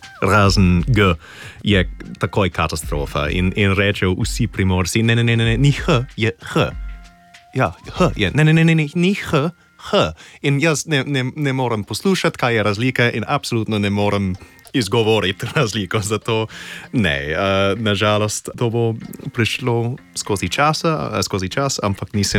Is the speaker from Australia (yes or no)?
yes; Australia; Slovenian is a second language; now in Slovenia; Iz Avstralije sem, moja angleščina je tako lepa, da a bom rabil slovenščino, v bistvu lahko živim tukaj brez slovenščine.